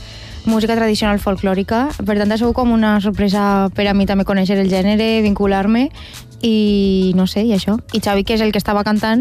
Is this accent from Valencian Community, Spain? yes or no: yes; Oliva, Valencian Community, Spain; born there; al meu poble es canten al Baix, que són estos cants improvisats per a les falles